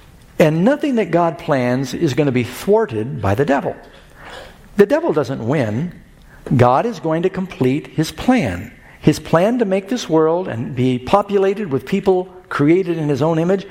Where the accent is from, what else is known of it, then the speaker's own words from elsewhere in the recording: New York City, New York, United States; also born or lived in Los Angeles / Miami; I was born in Los Angeles, millions of people down there. I don't know how many now. And Mom moved to New York, grew up in New York City, another big city.